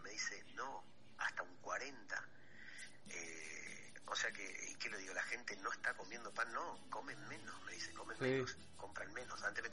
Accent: Argentina; moved away; also born or lived in Villa Florida; nací en Villa Florida, en Villa Tacuara obviamente me crié, y de ahí salgo una familia humilde sin un mango.

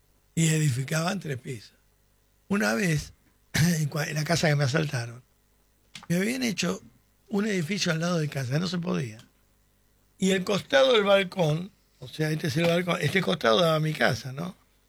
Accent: Calabria, Italy; Bueno, yo soy de la Calabria.

